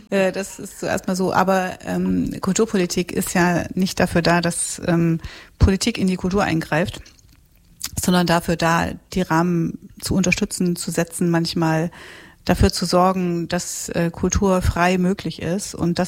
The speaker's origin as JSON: {"language": "German", "region": "Thuringia", "country": "Germany", "tie": "born or raised there", "said": "Also ich habe ganz lange für den Erhalt der Theater in den 90ern gekämpft in meinem Heimatland Thüringen, weil da irgendwie, wir haben quasi auf jedem Hügel ein Theater"}